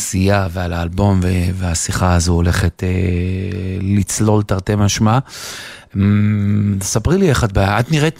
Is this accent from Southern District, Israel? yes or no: yes; Southern District, Israel; אני דרומי בנשמה.